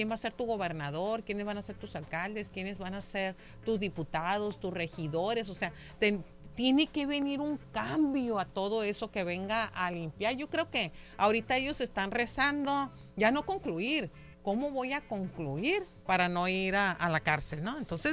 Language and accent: Spanish; Mexico; ¿qué dice uno como mexicano?